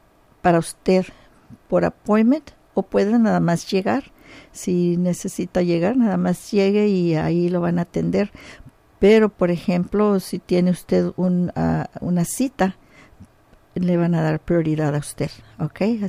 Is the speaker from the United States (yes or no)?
yes; Porterville, California, United States; Porterville, California, 93257. Mi pueblo donde crecí yo.